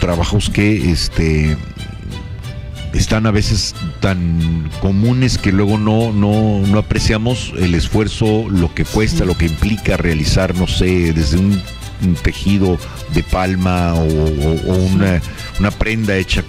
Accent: Mexico; siempre somos mexicanos, yo lo sé, todo el año no podríamos ser de otro lado, somos de aquí y orgullosos estamos de serlo

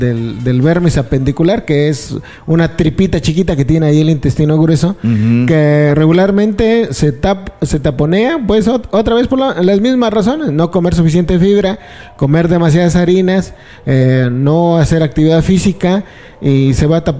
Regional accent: Ciudad Hidalgo, Michoacán, Mexico; Mi ciudad natal se llama Ciudad Hidalgo.

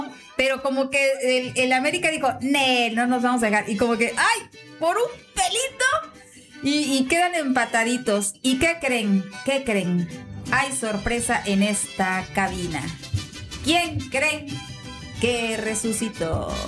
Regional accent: Mexico; que somos bien mexicanotes, ¿cómo no?

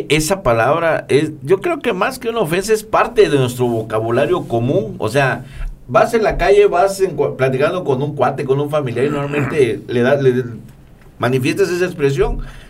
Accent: Mexico

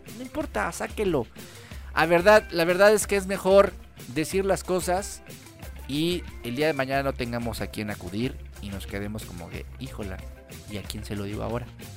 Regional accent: Mexico; Y siempre, pues como buenos mexicanos, lo decimos todo a la mera hora.

